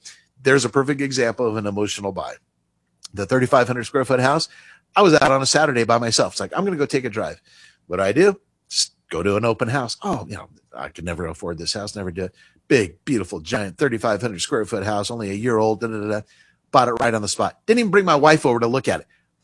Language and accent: English; Reno, Nevada, United States; moved away; So we're living in Bakersfield. I told the family, like, I'm going to take you back to my hometown of Reno, right?